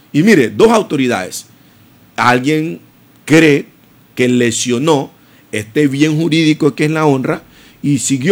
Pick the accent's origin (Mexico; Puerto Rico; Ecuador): Ecuador